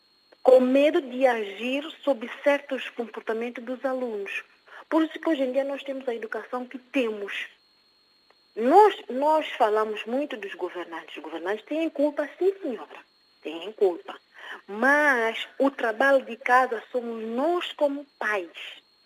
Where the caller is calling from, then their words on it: São Tomé & Príncipe; Eu falo de Santo Tomé e Príncipe, que é meu país